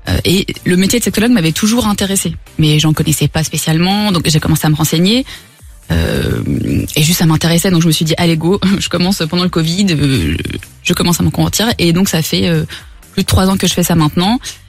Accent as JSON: {"language": "French", "region": "Bourgogne-Franche-Comté", "country": "France", "moved": "yes", "said": "je viens de Bourgogne de base."}